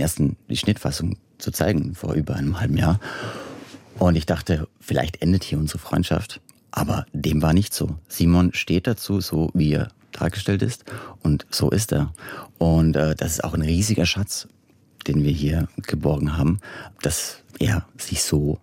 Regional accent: Austria; also ich komme aus Österreich, also so einer patriarchal geprägten, ne, christsozialen Welt

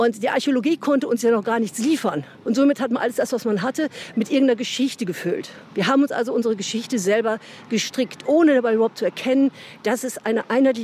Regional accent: Germany

